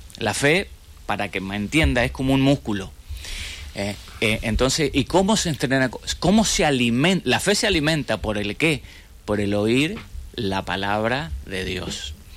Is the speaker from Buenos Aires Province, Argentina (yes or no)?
no; Chaco, Argentina; moved away; also born or lived in Los Angeles, California; Yo nací, como hablamos antes, en el Chaco, me crié en el Chaco y voy seguido al Chaco.